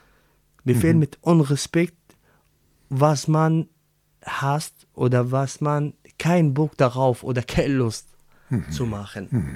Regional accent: Syria; German is a second language; moved away as an adult; now in Germany; Ich war 18 Jahre. Mhm. Und ich habe mein Heimatland gelassen wegen Würde. Ich möchte nicht als Sklave behandelt. Ich oder die anderen Syrer, andere Menschen, die aus Syrien gekommen sind, einfach Mensch.

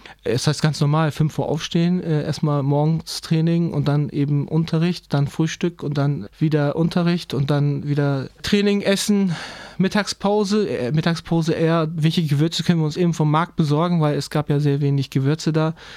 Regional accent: Turkey; German is a second language; now in Germany; Türkischen Pass habe ich immer noch, habe ich immer noch nicht abgegeben, weil ich, ist meine Heimat. Hier bin ich zu Hause, aber meine Heimat ist da.

